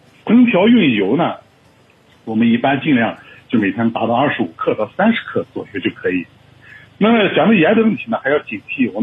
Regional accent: Xinjiang, China

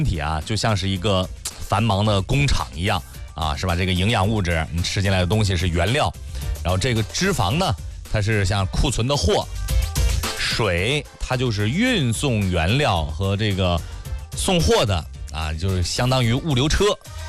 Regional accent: China; 我们中国人喝冰水呢是比较少的。

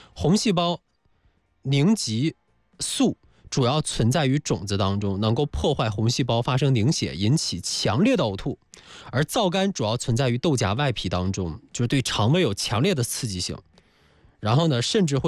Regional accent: Northeast China, China; 我们东北人其实都知道豆角的厉害，因为常吃

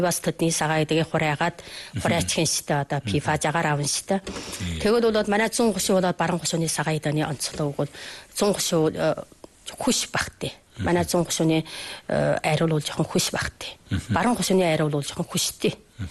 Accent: Inner Mongolia, China

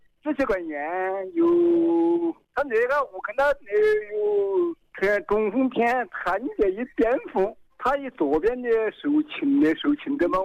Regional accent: Li County, Hunan, China; 我是湖南常德市澧县金罗镇金源村的村民。

